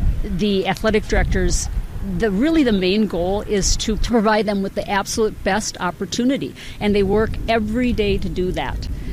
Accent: New Ulm, Minnesota, United States; I grew up in New Ulm, great town to grow up on, and from early on, I was involved in athletics.

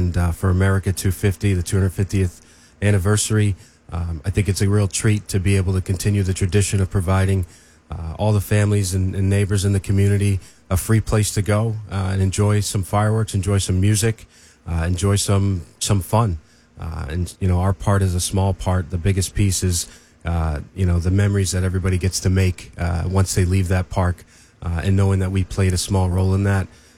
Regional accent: Worcester, Massachusetts, United States; Born and raised in Worcester.

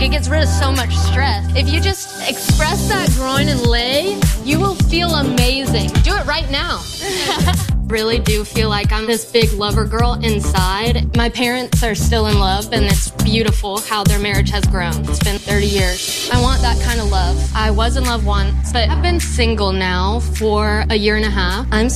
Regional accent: Kennesaw, Georgia, United States; I'm 24. I'm a nurse from Kennesaw, Georgia.

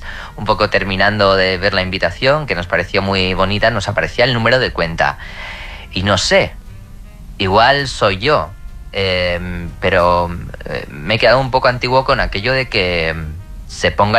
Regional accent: Salamanca, Castile and León, Spain; Nosotros somos de Salamanca y la boda es en Madrid y estábamos echando cuentas de lo que es el desplazamiento, una noche de hotel, todo lo que conlleva el traje y demás.

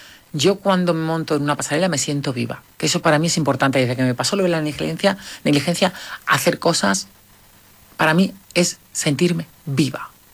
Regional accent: Morón de la Frontera, Andalusia, Spain; Yo estoy muy orgullosa de ser de Morón. Estoy muy orgullosa de mi gente. Estoy muy orgullosa de mi pueblo. Estoy muy orgullosa de que me digan que soy del pueblo del Gallo.

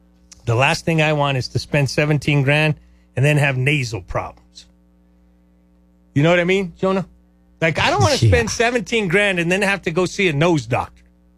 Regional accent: New York, United States; Well, I'm from New York.

